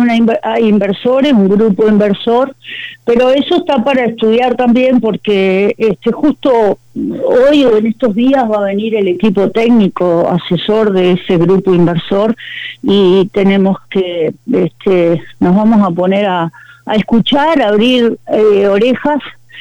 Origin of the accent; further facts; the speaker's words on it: Treinta y Tres, Uruguay; moved away; cuando volví a mi pueblo natal, que es 33